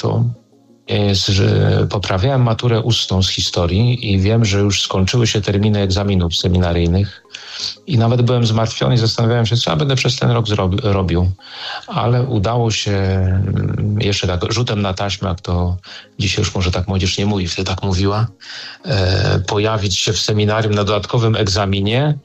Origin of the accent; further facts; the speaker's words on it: Płock, Masovian Voivodeship, Poland; bo pochodzę z Płocka i pracuję obecnie w Płocku.